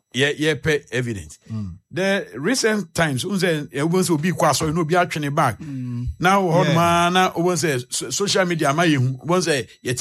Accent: Ghana; And the media, as a country, as a Ghanaian

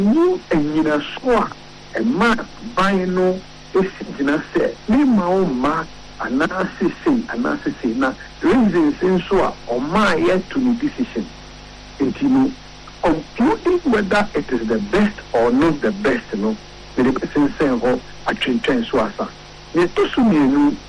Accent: Ghana; I personally as a Ghanaian, I am not happy with the things that are happening.

